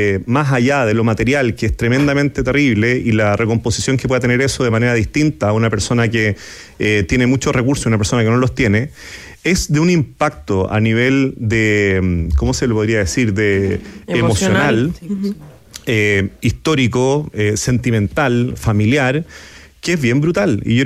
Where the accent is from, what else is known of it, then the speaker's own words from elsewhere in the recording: Chile; en Chile finalmente somos interdependientes, nos pasan situaciones que nos definen a todos como chilenos, como son justamente las catástrofes.